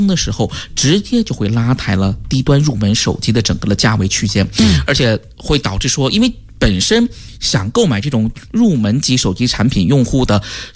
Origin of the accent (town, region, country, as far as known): China